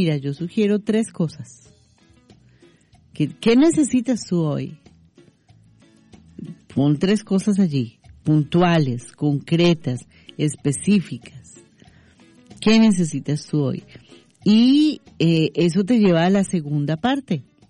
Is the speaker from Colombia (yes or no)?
yes; Colombia